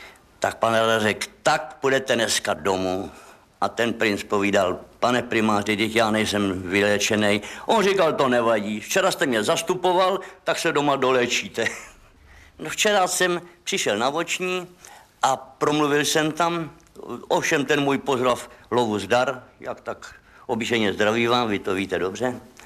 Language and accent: Czech; Komařice, South Bohemian Region, Czechia; Já jsem z Komářic